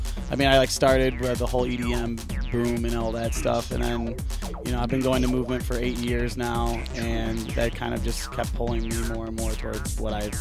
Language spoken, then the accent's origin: English; Royal Oak, Michigan, United States; I grew up in Royal Oak